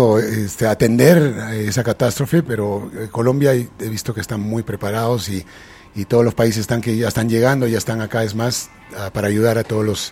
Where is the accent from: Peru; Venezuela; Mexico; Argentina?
Peru; now in Miami, United States; En Perú, de donde yo soy